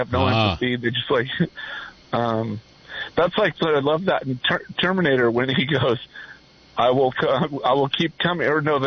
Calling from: Aptos, California, United States

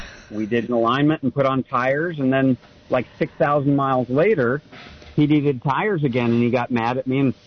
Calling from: Santa Cruz, California, United States; in Santa Cruz.

